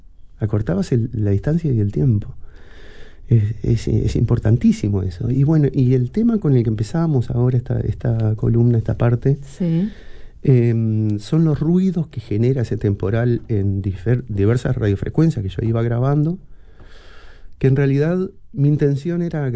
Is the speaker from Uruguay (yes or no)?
yes; Paysandú, Uruguay; also born or lived in Mercedes / Fray Bentos; Mi infancia fue en Paysandú.